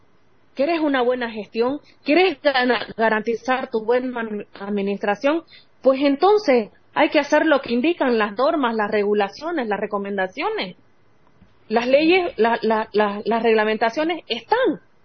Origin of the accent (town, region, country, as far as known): Bolivia